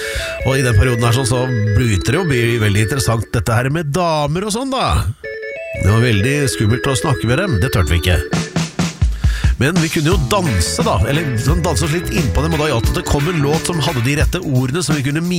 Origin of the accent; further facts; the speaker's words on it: Drammen, Buskerud, Norway; Og I min hjemby Drammen, der var det sånn ungdomsdiskotek på begynnelsen av 80-tallet som het Skjoldhuset.